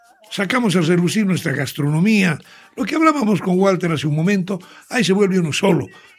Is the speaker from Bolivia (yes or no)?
yes; Bolivia; Es esa virtud de que no hay regionalismos. Todos somos bolivianos.